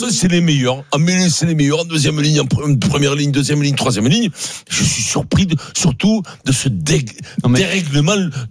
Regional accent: France; Je dis pas ça parce qu'on est français, parce que tu vois, on a eu des générations.

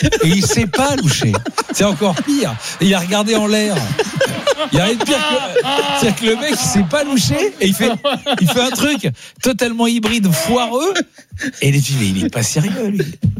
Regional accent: Paris, Île-de-France, France; passé un an et demi à petit, je crois c'est CE1, CE2, CM1 dans un village dans le sud-ouest. Et moi je venais de Paris.

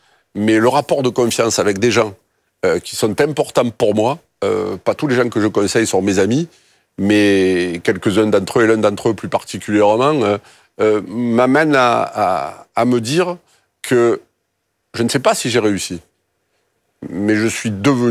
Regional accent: Marseille, Provence-Alpes-Côte d'Azur, France; mon accent, c'est un peu l'ail. Mais en fait, c'est d'où je viens, c'est mon histoire, en fait.

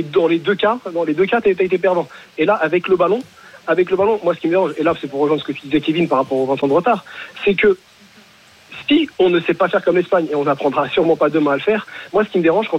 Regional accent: Paris, Île-de-France, France; et pourtant, je suis parisien, donc parler en bien de Rabiot, ça me fait un peu du mal

